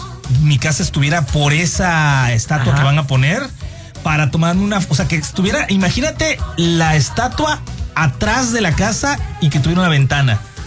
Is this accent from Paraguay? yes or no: no; Veracruz, Mexico; Yo, o sea, soy jarocha.